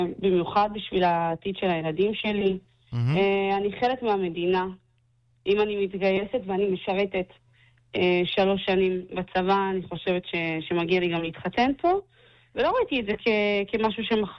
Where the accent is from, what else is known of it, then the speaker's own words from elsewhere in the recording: Holon, Tel Aviv District, Israel; also born or lived in Berdychiv, Ukraine; נולדתי שם, עליתי לפה בגיל חצי שנה לארץ. ההורים שלי גם נולדו שם, חיו שם חיים שלמים עד שהגיעו לפה. וגדלתי פה בחולון, גדלתי בסביבה